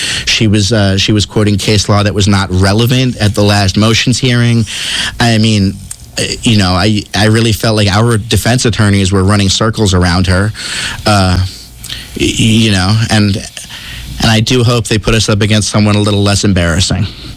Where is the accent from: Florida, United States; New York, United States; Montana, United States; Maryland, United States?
Maryland, United States; Baltimore; now in Minneapolis, United States; my hometown of Baltimore